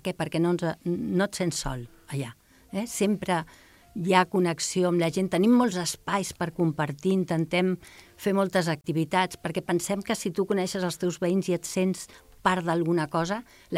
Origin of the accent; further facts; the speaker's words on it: Santa Coloma de Gramenet, Catalonia, Spain; also born or lived in Barcelona; now in Sant Just Desvern, Spain; jo de veritat sóc de Santa Coloma de Gramenet.